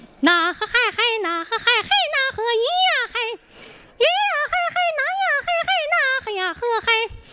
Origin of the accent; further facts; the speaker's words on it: Henan, China; 因为我是河南人嘛